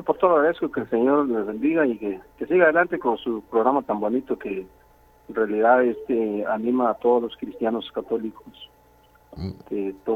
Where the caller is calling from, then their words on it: San Marcos, Guatemala; aquí en Aldea de Nizar, el municipio de Malagrán, San Marcos.